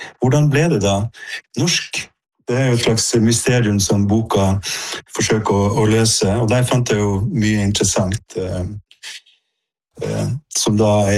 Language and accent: Norwegian; Kirkenes, Finnmark, Norway; moved away; hele nabolaget der jeg vokste opp, Hessen, kaltes jo NATO. Og det var jo spesielt miljø, kan du si, der. Litt annerledes enn resten av Kirkenes. Og, sant, grensa var stengt, jernteppet var dratt ned, gruvsamfunn, litt sånn militarisert, mye overvåking.